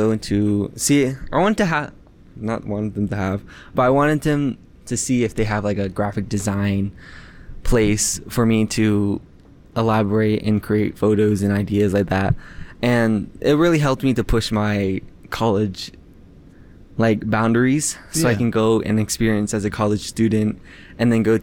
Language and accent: English; Aneth, Utah, United States; I'm from Aneth, Utah, which is on the Navajo Reservation